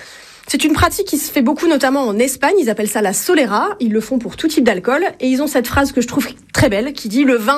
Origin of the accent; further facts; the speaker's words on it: Île-de-France, France; L'Île-de-France.